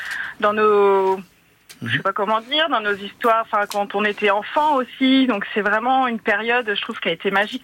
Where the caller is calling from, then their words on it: Sancerre, Centre-Val de Loire, France; Moi de Sancerre, alors, centre de la France